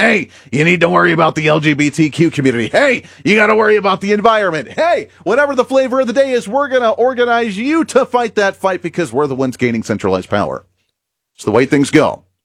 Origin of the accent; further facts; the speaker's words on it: Colorado, United States; That is one state that is near and dear to my heart, growing up in Colorado, graduating from high school in Colorado, going to the broadcasting school in Colorado.